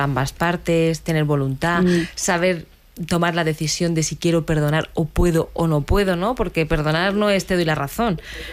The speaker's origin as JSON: {"language": "Spanish", "town": "Águilas", "region": "Region of Murcia", "country": "Spain", "tie": "born there", "said": "Yo soy nacida en Águilas"}